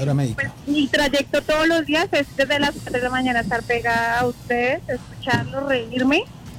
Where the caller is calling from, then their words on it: Bogotá, Colombia; yo vivo en Puente Aranda, en el barrio Primera Occidental.